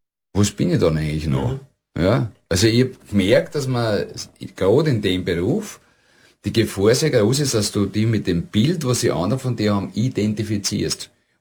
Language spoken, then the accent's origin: German; Vienna, Austria; Ich bin in Favoriten aufgewachsen